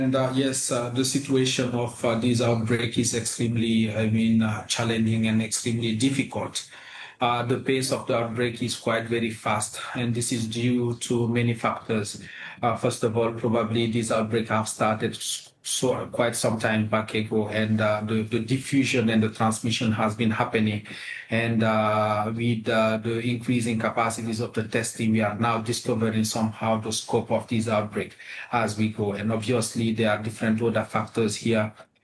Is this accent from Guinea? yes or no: yes; Guinea; I'm originally from Guinea, one of the count